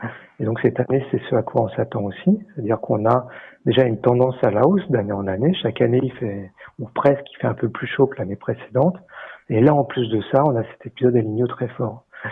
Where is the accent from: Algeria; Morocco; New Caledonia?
New Caledonia; chez nous, en Calédonie